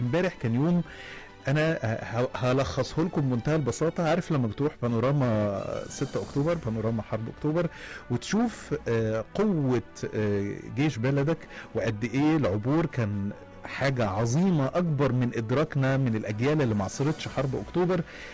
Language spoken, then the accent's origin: Arabic; Egypt